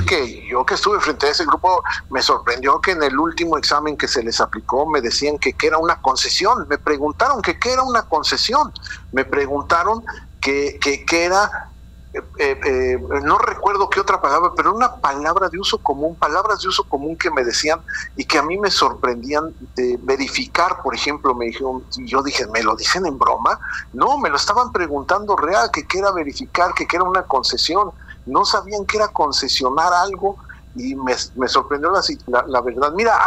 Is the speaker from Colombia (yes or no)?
no; Mexico